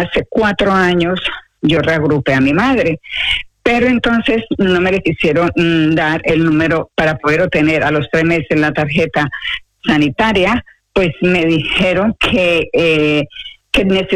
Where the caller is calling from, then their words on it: Madrid, Community of Madrid, Spain; de Madrid.